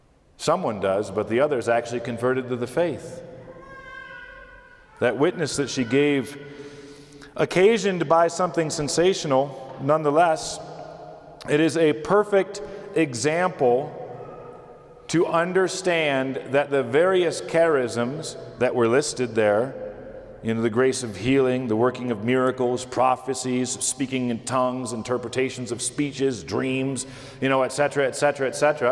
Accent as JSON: {"language": "English", "region": "New York", "country": "United States", "said": "I'm a New Yorker."}